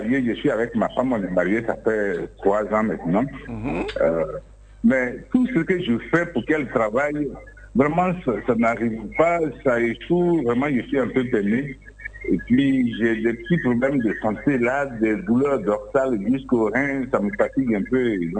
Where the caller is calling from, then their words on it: Abidjan, Côte d’Ivoire; J'appelle de Trècheville